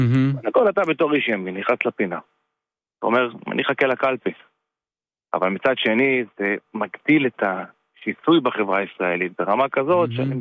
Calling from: the Krayot, Haifa District, Israel

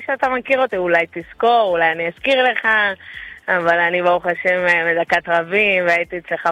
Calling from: Ahisamakh, Central District, Israel; אני מאחיסמח

